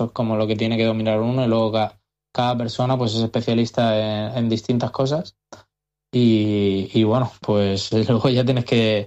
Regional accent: Alicante, Valencian Community, Spain; ellos son argentinos y yo soy de aquí, de Alicante, y les mando un abrazo

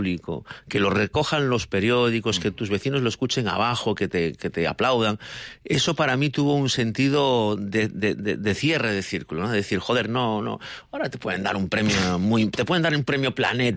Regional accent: Sanxenxo, Galicia, Spain; pero yo soy de San Senso y mis cuatro abuelos son de San Senso, y yo empiezo como periodista en San Senso, siendo corresponsal de San Senso contigo.

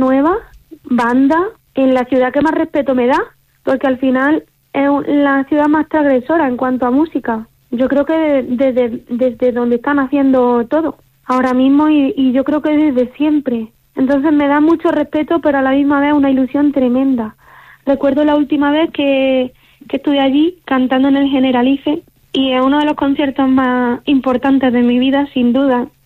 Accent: Pozoblanco, Andalusia, Spain; yo que soy una muchacha de Pozo Blanco, Córdoba, que creció y aprendió a cantar con su abuelo en el campo, escuchándolo interpretar los cantes más puros del flamenco

